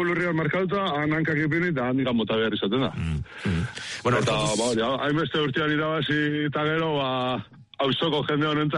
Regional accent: Mendaro, Basque Country, Spain; Bueno, bai, ni Mendarokoa naiz, baina nere ama san autobortakoa.

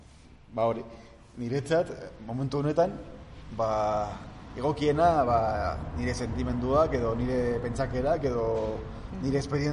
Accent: Villabona, Basque Country, Spain; born there; now in Urdiain, Spain; Ni jaio naiz, Bilabonan, eta Urdiain daramat, ba, sei urte ingo ditut.

